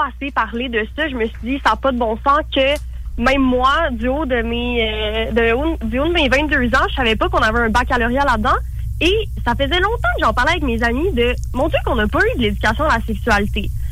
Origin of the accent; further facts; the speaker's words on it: Quebec City, Quebec, Canada; moved away as an adult; now in Montreal, Canada; Oui, je viens de Québec